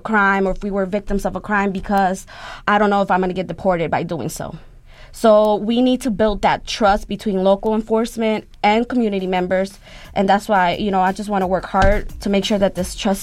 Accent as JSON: {"language": "English", "town": "Chicago", "region": "Illinois", "country": "United States", "tie": "born or raised there", "said": "so we ended up here in Chicago, and we settled in Pilsen. I have very awesome memories growing up in Pilsen, you know, especially in school."}